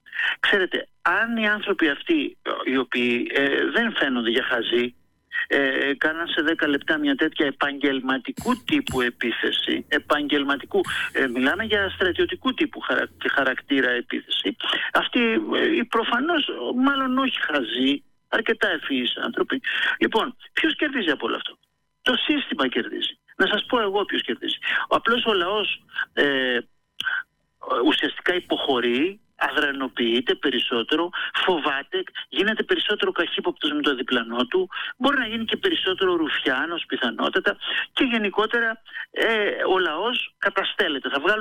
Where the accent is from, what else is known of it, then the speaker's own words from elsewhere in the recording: Thessaloniki, Central Macedonia, Greece; Το γνωρίζω, ως Θεσσαλονικιός.